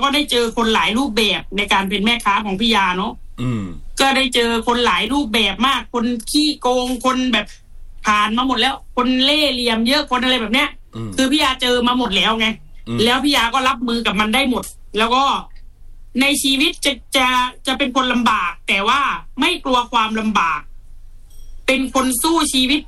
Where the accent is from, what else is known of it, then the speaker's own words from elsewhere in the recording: Phatthalung, Thailand; born there; เป็นคนพัทลุงเกิดที่พัทลุงนะแล้วก็เป็นคนจน